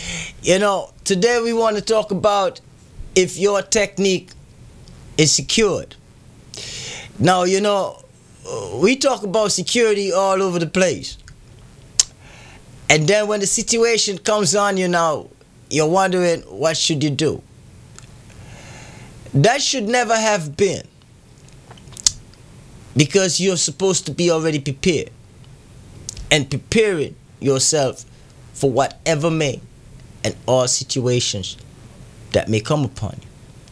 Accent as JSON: {"language": "English", "country": "Antigua & Barbuda", "said": "contribute to the martial art realm here in Antigua and the Caribbean, you know, because we're West Indian"}